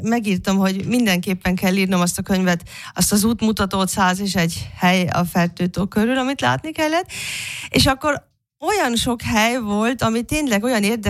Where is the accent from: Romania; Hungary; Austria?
Austria; Hungarian is a second language; Sajnos akcentusom van, az biztos mindenki hallja, de az így fog maradni, mert én Ausztriában nőttem föl, és a szüleimmel beszéltem magyarul.